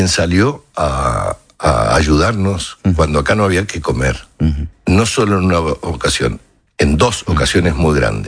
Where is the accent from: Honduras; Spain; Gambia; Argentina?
Argentina; bien como somos los argentinos.